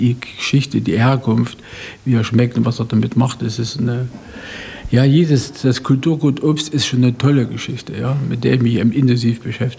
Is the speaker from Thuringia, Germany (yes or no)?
yes; Großkochberg, Thuringia, Germany; Ich bin in Großkochberg auf dem Bauernhof aufgewachsen.